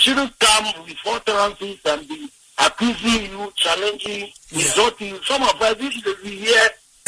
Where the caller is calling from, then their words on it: Ghana; to my fellow Ghanaians